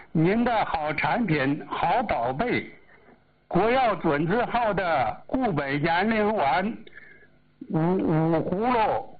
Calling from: Changchun, Jilin, China; 我来自吉林长春的，

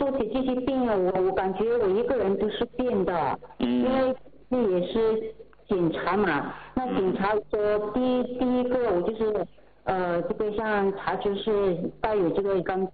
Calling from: Yunnan, China; 我是云南这边的听众啊。

